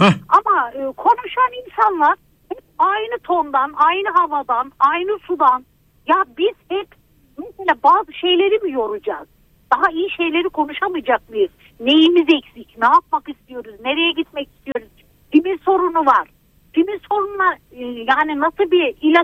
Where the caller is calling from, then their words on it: Izmir, İzmir, Turkey; Ben İzmir'den arıyorum sizi.